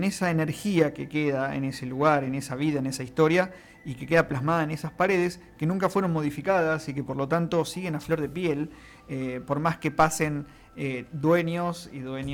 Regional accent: La Plata, Buenos Aires Province, Argentina; yo soy de Tolosa, ajá, es un barrio muy antiguo

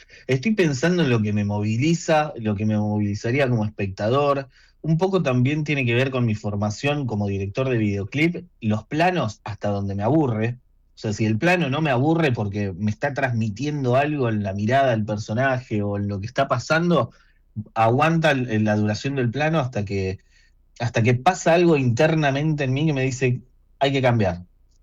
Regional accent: La Plata, Buenos Aires Province, Argentina; yo soy de La Plata, nacido, criado y formado en la Universidad Nacional de La Plata, orgullosamente.

